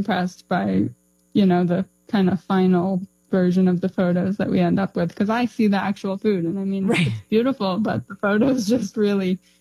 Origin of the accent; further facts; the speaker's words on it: Hartland, Vermont, United States; Yeah, so we were raised in Vermont in a little town called Heartland.